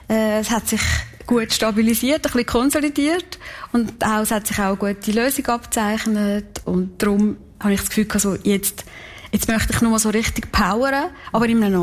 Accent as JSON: {"language": "German", "town": "Kaltbrunn", "region": "St. Gallen", "country": "Switzerland", "tie": "born or raised there", "said": "weil ich bin in Kaltbrunn aufgewachsen. Ich bin ein Kaltbrunner, durch und durch."}